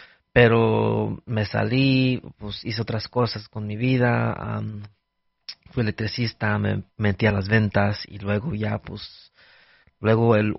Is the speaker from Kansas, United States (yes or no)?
yes; Kansas City, Kansas, United States; born there; also born or lived in Mexico; Allí se llama Kansas City, Kansas, donde yo nací. Y luego, pues, de chiquito, viví un año y medio, como de los 3 años a los 4 años viví en México.